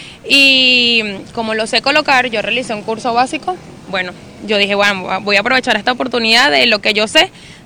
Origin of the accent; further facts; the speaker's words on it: La Guaira, Venezuela; born there; No me voy de mi estado de La Guaira, y no, yo soy de aquí, de La Guaira, y aquí nací, aquí me quedo